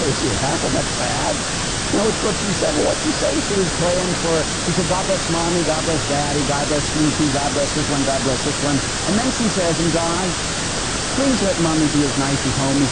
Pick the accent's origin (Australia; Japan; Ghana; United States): United States; Pittsburgh, Pennsylvania; I grew up in Pittsburgh, huh?